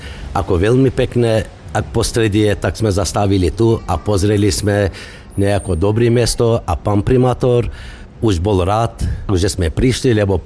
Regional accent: North Macedonia; Slovak is a second language; now in Hriňová, Slovakia; aj keď sme my ako macedónskeho štátu, ale to vieme, že, lebo sme mali koreny zo Turecku, Istanbulu

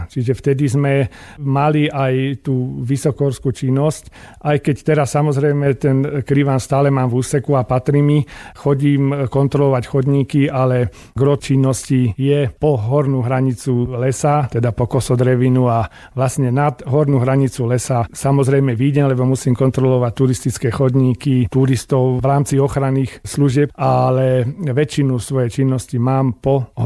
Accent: Bratislava, Bratislava Region, Slovakia; niekedy sa aj hanbím priznať, že som Bratislavčan, ale väčšinou teda sa priznám a nájde sa nejaká spoločná reč.

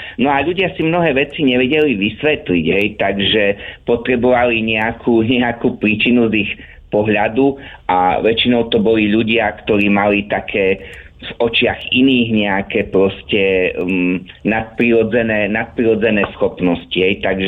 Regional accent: Michalovce, Košice Region, Slovakia; u nás v Michalovciach

